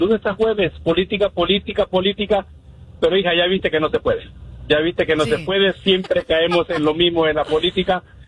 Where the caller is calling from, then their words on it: Chicago, Illinois, United States; de los Chicago, Illinois.